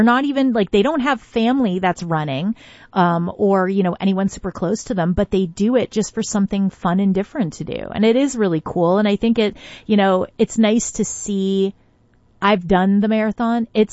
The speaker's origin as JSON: {"language": "English", "town": "Tecumseh", "region": "Ontario", "country": "Canada", "tie": "born or raised there", "said": "I grew up in Tecumseh"}